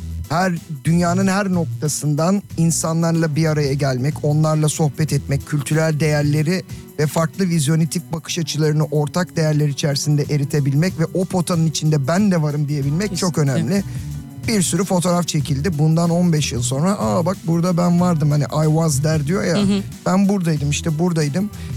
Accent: İzmir, Turkey; Tabii ben İzmirliyim zaten.

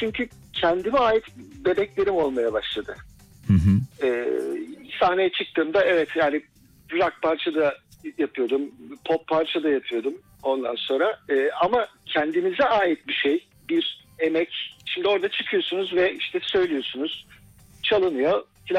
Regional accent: Akçay, Balıkesir, Turkey; moved away as an adult; now in Istanbul, Turkey; Küçük bir yerde büyüdüm ben. Akçay'da, Balıkesir Akçay'da büyüdüm.

